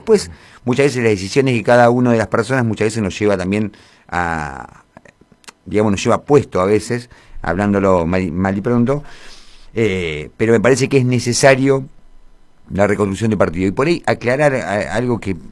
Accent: Argentina; Soy un ciudadano argentino que ha vivido en este país hace 42 años que vivo acá

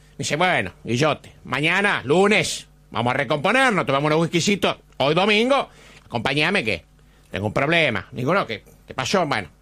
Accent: Argentina; Como argentino, como latinoamericano.

